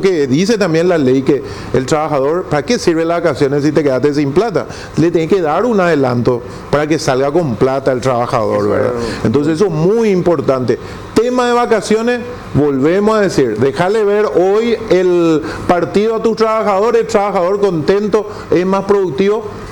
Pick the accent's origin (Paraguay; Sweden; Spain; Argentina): Paraguay